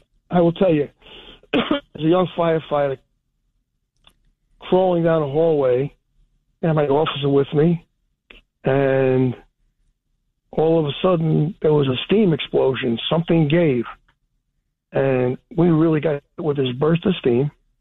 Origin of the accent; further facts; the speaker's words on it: Brooklyn, New York, United States; born there; also born or lived in Staten Island; I was born in Brooklyn.